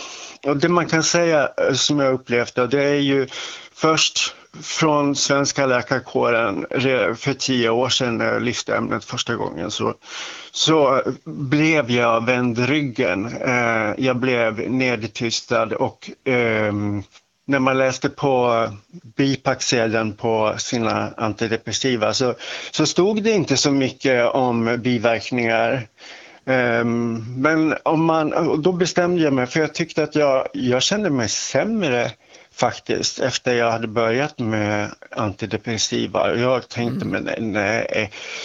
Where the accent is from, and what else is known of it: Dalarna County, Sweden; accent: Västerdalarna dialect